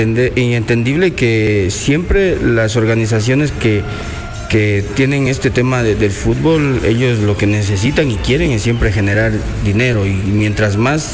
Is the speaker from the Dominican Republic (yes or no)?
no; Ecuador